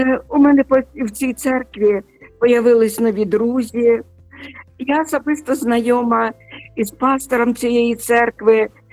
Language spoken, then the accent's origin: Ukrainian; Sumy, Sumy Oblast, Ukraine; я посилаю вітання в мої рідні Суми, на мою рідну Сумщину, в мою рідну церкву Різдва.